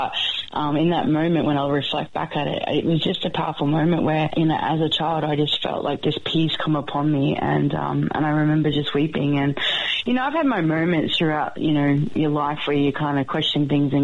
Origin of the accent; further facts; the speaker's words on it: Brisbane, Queensland, Australia; born there; also born or lived in Mount Isa / Warwick; But most of my life I've lived in Brisbane, so for a good 40 years of my life, yeah.